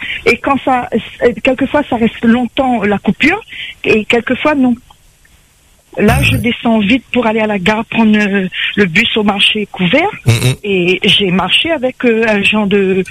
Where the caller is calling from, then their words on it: Saint-Pierre, Réunion; J'habite sur Saint-Pierre, la rue Rodier.